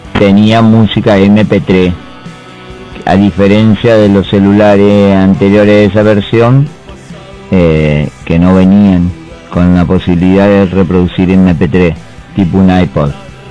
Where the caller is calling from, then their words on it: Paraná, Entre Ríos, Argentina; desde Paraná.